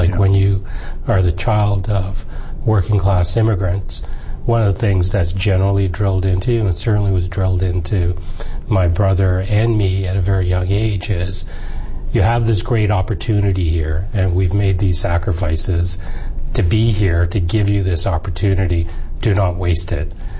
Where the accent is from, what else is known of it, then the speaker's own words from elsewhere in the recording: Toronto, Ontario, Canada; I spent most of my time growing up in the Malvern neighborhood, so okay. We would have been close. And as you may recall, well, we were probably in Scarborough.